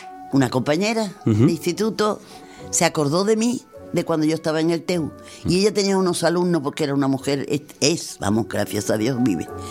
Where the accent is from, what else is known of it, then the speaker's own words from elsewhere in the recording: Andalusia, Spain; La época en que los andaluces pasábamos por tontos